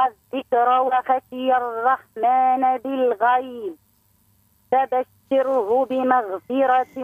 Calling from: Tunisia; امال من تونس.

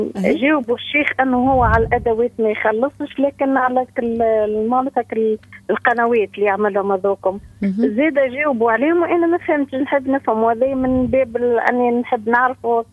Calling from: Tunis, Tunisia

